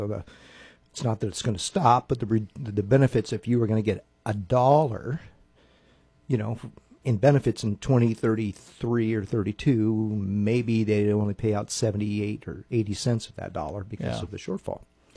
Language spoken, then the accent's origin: English; Eureka, California, United States; I grew up in Eureka.